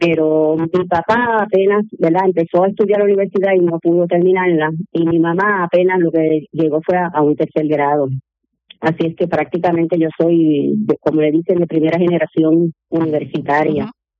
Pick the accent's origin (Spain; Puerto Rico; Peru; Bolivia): Puerto Rico; Morovis; Yo soy una jibarita de Morovis, de una familia numerosa, de 8 miembros, donde yo soy la mayor